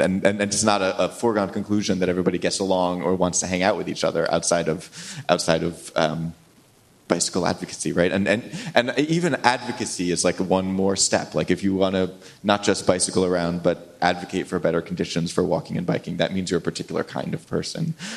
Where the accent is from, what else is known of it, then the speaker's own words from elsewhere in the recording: Ithaca, New York, United States; also born or lived in Washington, D.C., United States; I grew up in Ithaca, New York. I spent 3 years in Washington, D.C., and I've spent, since then, I lived in New York since 2009.